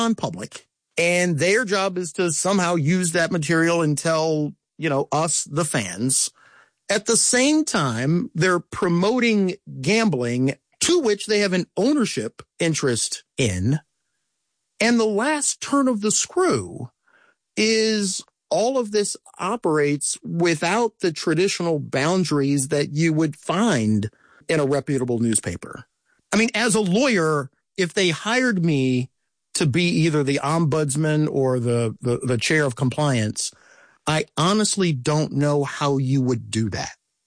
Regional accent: United States; my hometown newspaper gets raided by the FBI and they're executing search warrants at the Washington Post.

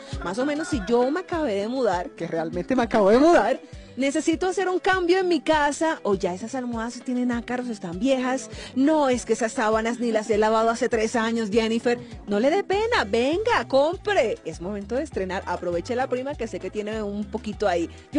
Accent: Colombia; nosotros como colombianos tenemos más que eso

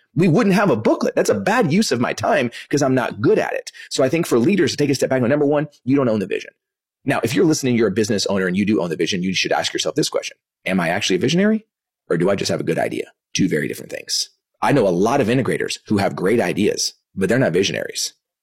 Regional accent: Dallas, Texas, United States; born or raised there; also born or lived in Kansas

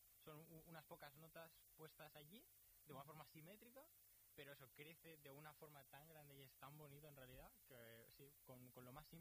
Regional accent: Barcelona, Catalonia, Spain

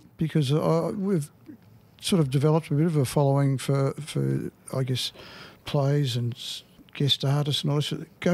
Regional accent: Geelong, Victoria, Australia; when I was growing up in Geelong many, many years ago

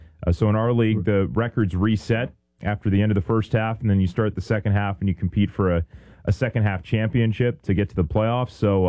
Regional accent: Stockton, California, United States; Just growing up in Stockton, California, you know, my dad was the general manager of the local minor league baseball team.

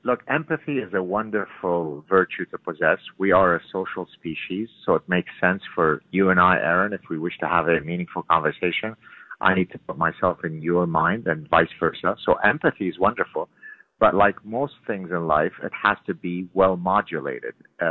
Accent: Lebanon; now in Canada; even though I've been in Canada since the 1970s, we're originally from Lebanon, I've never acclimatized to the weather here.

